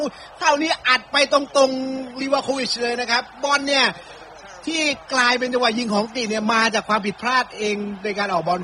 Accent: Bangkok, Thailand; born there; เหมือนจริงๆผมเกิดโรงพยาบาลศิริราชเกิดที่โรงพยาบาลศิริราช

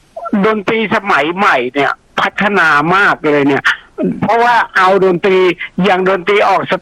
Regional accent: Ang Thong, Thailand; born there; also born or lived in Na Thawi; าวไม่ผมเกิดอ่างทองไงแต่ว่าผมเคยไปอยู่ที่นาทวีมาน

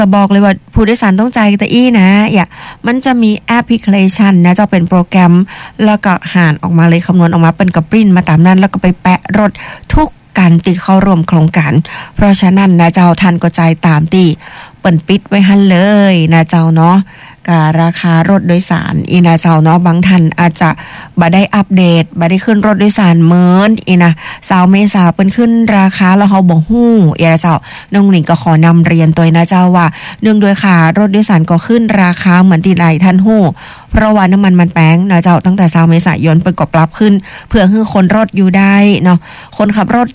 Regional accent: Lampang, Thailand; น้องเป็นคนลำปางลูกหลานคนลำปาง

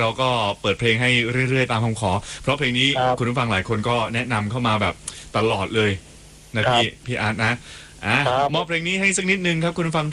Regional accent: Southern Thailand, Thailand; แล้วผมก็เป็นคนใต้ด้วย

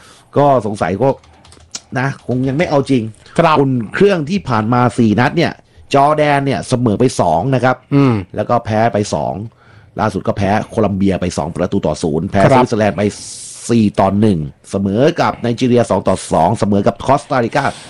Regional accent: Southern Thailand, Thailand; คนใต้ครับ

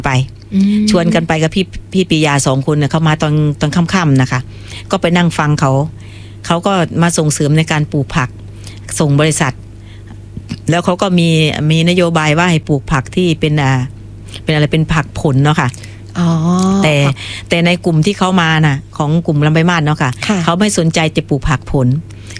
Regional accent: Chamni, Buriram, Thailand; ที่อำเภอชำนิจังหวัดบุรีรัมย์ค่ะตำบลเมืองยางค่ะ

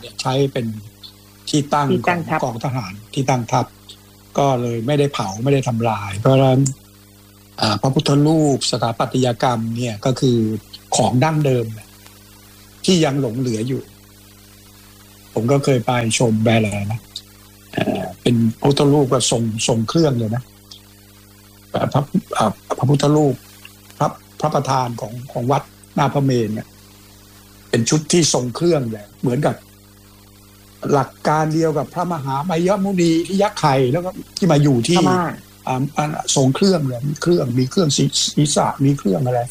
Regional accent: Hua Ro, Phra Nakhon Si Ayutthaya, Thailand; ใช่เด็กหัวรอ

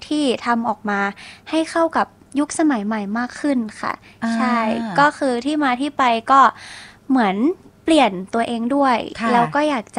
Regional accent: Nonthaburi, Thailand; born there; now in Nakhon Pathom, Thailand; หนูเกิดนนทบุรีค่ะแต่ว่าตอนนี้อยู่นครปฐม

